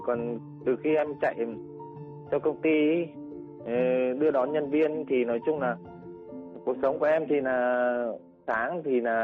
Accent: Nam Định, Vietnam; now in Hanoi, Vietnam; Em thì quê gốc ở Nam Định. Còn hiện tại thì em đang lái xe cho công ty ở trên Hà Nội.

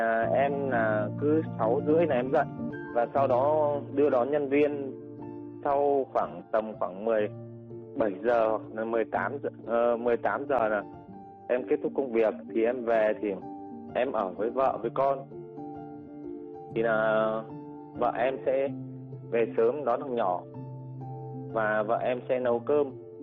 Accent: Nam Định, Vietnam; now in Hanoi, Vietnam; Em thì quê gốc ở Nam Định. Còn hiện tại thì em đang lái xe cho công ty ở trên Hà Nội.

